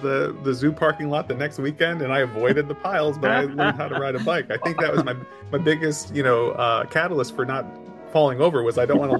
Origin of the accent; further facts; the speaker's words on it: Buffalo, New York, United States; So my dad, we grew up in Buffalo.